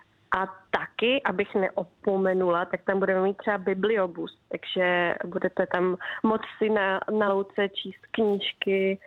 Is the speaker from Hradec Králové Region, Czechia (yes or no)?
no; Jablonec nad Nisou, Liberec Region, Czechia; já jsem z Jablonce nad Nisou